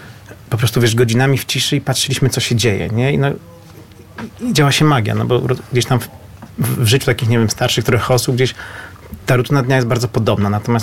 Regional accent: Warsaw, Masovian Voivodeship, Poland; bo jestem z Warszawy.

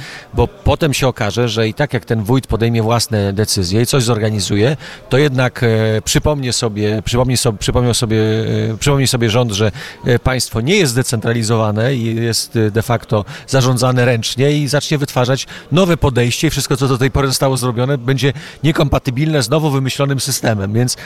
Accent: Suwałki, Podlaskie Voivodeship, Poland; jestem z Suwałk

